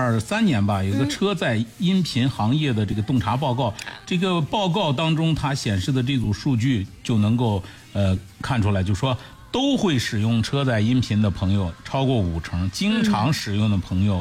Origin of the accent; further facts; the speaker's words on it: Shanxi, China; 尤其是对咱们山西人来说，